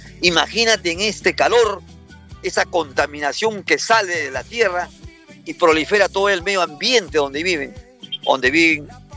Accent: Nuevo Chimbote, Ancash, Peru; le digo a mi pueblo de Nuevo Chimbote y a Chimbote

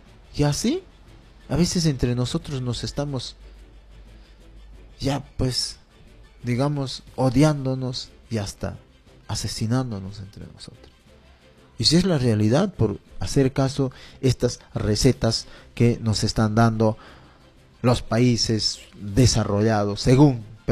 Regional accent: Ricrán, Junín, Peru; moved away; mi pueblo querido, mi pueblo añorado, donde me vio nacer. Es el distrito de Arricrán, o su anexo, primeramente el anexo de Tambillo, que ahora ya son llamados centros poblados, Tambillo y distrito de Arricrán, provincia

